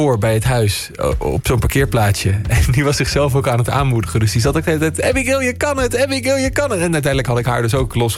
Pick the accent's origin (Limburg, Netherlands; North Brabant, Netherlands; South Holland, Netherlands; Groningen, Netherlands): South Holland, Netherlands; Bodegraven; moved away; ik kom uit Bodegraaf oorspronkelijk.